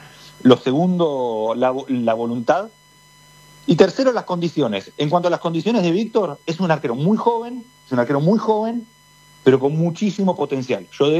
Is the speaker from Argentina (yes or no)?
yes; Argentina; yo soy argentino